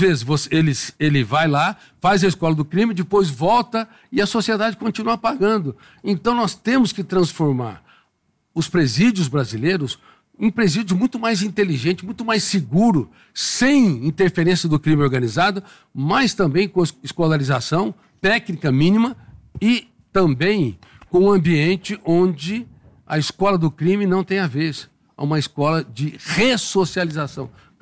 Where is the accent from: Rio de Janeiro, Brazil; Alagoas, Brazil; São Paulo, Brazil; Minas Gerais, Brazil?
São Paulo, Brazil; Colina; born there